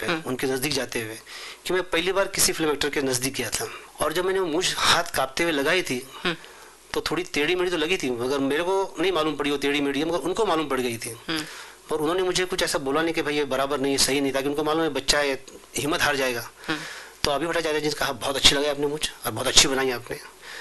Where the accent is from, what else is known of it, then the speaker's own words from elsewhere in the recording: Ratnagiri, Maharashtra, India; मैं हूँ रत्नागिरी से बिलोंग करता हूँ।